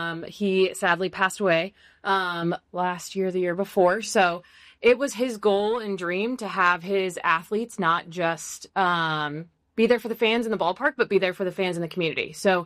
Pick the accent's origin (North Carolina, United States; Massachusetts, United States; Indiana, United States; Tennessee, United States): Indiana, United States; Fort Wayne; I'm from Fort Wayne